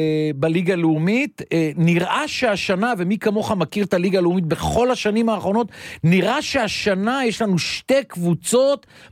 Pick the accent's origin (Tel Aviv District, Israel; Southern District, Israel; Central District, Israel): Southern District, Israel; רק אם אני מדבר על המכתש, זה חצי ספר, אז תראה לך כמה יש לי לכתוב, כי גדלנו במכתש.